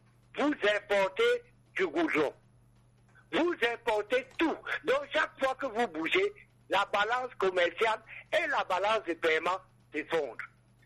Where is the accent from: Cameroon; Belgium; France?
Cameroon